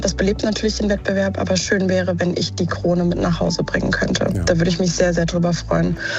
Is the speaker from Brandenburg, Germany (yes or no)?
no; Frankfurt, Hesse, Germany; Ich komme aus einer Schauspielerfamilie aus Frankfurt.